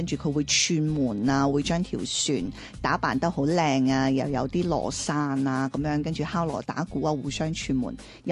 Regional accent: Taishan, Guangdong, China; 咸汤圆系即系传统嘅台山特色，因为通常好似广州啊，大家食嘅都系甜汤圆为主啦。但系咸汤圆我哋由细食到大咧

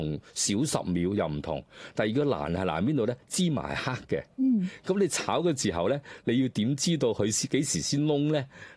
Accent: Guangzhou, Guangdong, China; 特別係我廣州比較濕熱

